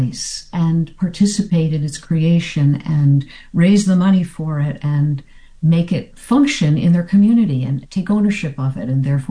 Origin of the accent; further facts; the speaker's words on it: New Jersey, United States; groups in my home state of New Jersey